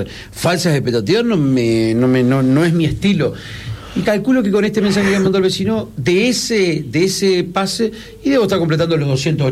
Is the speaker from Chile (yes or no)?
no; Río Branco, Cerro Largo, Uruguay; Como intendente me hubiera gustado estar en mi pueblo, en mi ciudad.